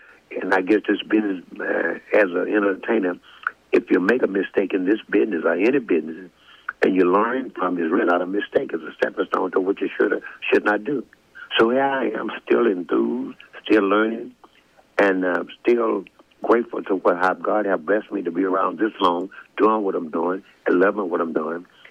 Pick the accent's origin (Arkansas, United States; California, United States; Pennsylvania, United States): Arkansas, United States; born there; moved away; it makes me feel good to be back in my home state.